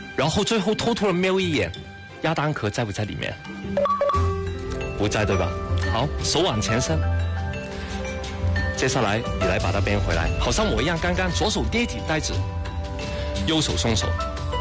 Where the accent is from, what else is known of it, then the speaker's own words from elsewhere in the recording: Hong Kong; 亲爱的朋友们，你们好，我是来自中国香港的魔术师，